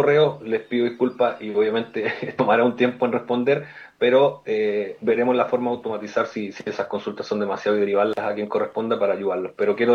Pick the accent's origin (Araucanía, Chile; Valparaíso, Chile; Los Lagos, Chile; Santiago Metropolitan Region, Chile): Santiago Metropolitan Region, Chile; Santiago; me gusta turistear como buen santiaguino